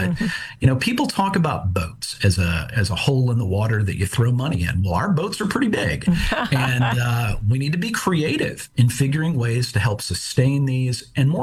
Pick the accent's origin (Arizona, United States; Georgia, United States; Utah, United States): Georgia, United States; Atlanta; moved away; also born or lived in Dallas / Southern California / the Midwest; I most recently relocated from Dallas, but I'm from Atlanta, and I've worked in Southern California. I've worked in the Midwest.